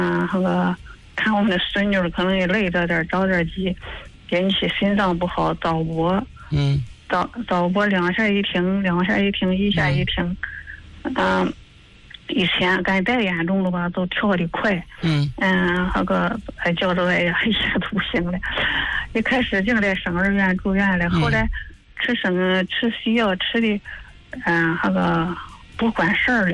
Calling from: Shijiazhuang, Hebei, China; 我是石家庄的。

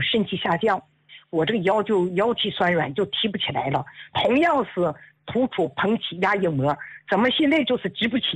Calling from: Dalian, Liaoning, China; 我今年70岁了，我是大连的听众哈。

